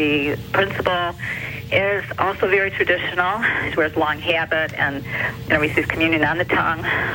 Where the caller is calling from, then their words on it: Livonia, Michigan, United States; I'm calling from Livonia, Michigan